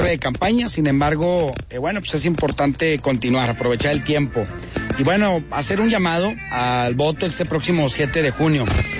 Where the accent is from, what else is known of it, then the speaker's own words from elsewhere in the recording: Piedras Negras, Coahuila, Mexico; Soy de aquí de Piedras Negras, aquí he construido mi vida en el servicio público.